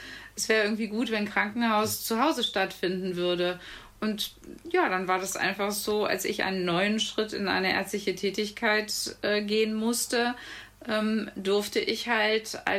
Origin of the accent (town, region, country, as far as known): Brühl, North Rhine-Westphalia, Germany; born there